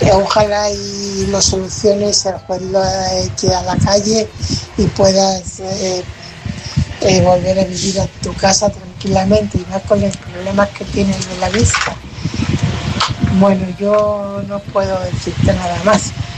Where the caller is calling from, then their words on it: Fuenlabrada, Community of Madrid, Spain; corresponsal de Fuenlabrada.